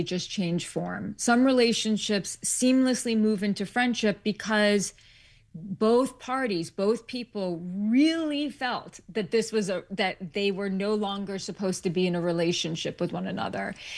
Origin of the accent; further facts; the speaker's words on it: New York City, New York, United States; I was born and raised in New York.